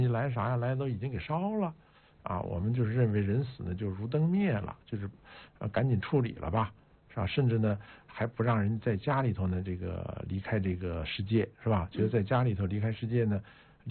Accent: China; 因为我们中国人

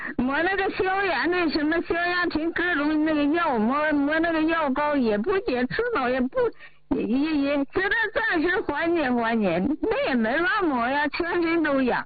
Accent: Shenyang, Liaoning, China; 我家是沈阳的。

